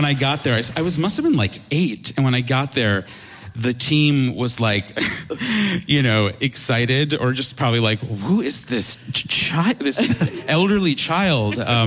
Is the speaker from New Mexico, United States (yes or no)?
no; New York, United States; I'm from New York, so even early on, there was a show on public radio on WNYC called New York Kids